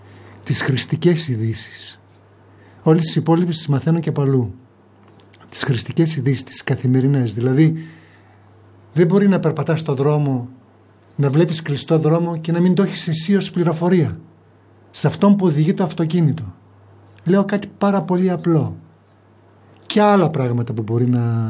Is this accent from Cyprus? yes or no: no; Velvento, Western Macedonia, Greece; Όχι, και δεν το λέω για το Βελβεντό και την πατρίδα μου, ναι.